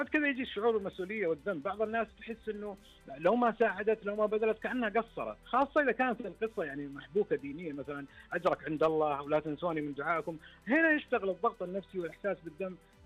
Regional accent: Saudi Arabia; إحنا كمجتمع سعودي

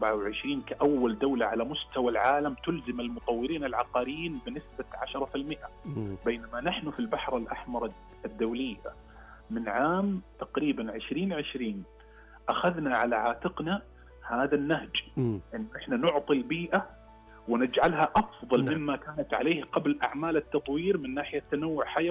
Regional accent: Saudi Arabia; جدا جدا جدا سعيدين أننا نثبت كسعوديين

